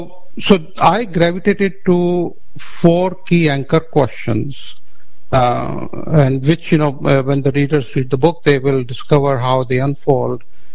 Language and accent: English; India; So I grew up in India, and you know, during my youth, there were the new things that were coming up were computers